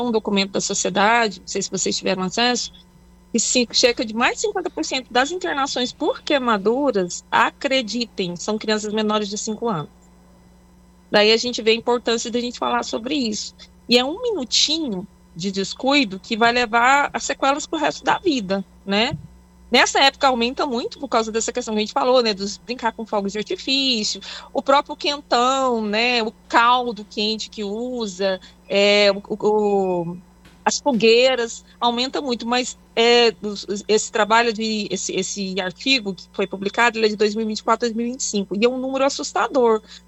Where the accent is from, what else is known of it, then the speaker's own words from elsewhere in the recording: Tocantins, Brazil; Eu sou do Tocantins, aqui tem muito isso.